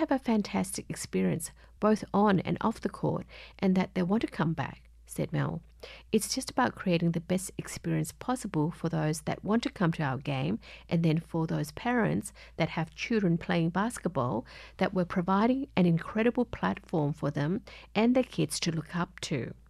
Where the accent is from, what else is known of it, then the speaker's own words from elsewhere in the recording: Adelaide, South Australia, Australia; So when the opportunity came up to be back in my hometown of Adelaide, a club I never played for